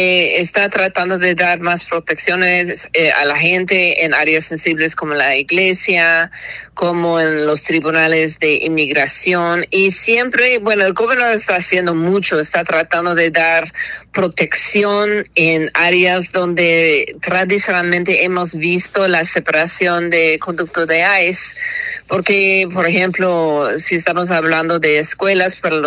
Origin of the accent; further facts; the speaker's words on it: San Diego, California, United States; now in Los Angeles, United States; yo vengo de San Diego, nací en San Diego y luego estoy viviendo aquí en Los Ángeles.